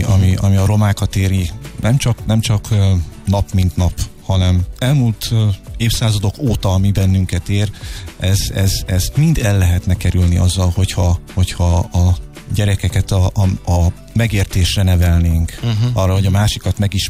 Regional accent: Hungary; itt élünk Magyarországon, magyarok vagyunk

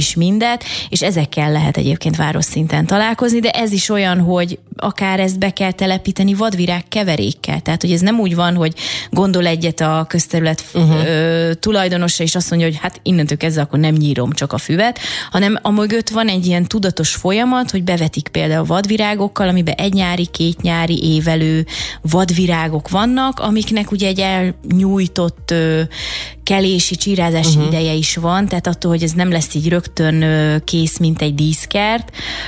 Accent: Budapest, Hungary; Én a 16. kerületben nőttem föl

